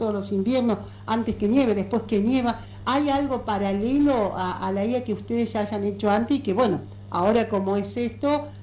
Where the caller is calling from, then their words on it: Perito Moreno, Santa Cruz, Argentina; de Perito Moreno los saluda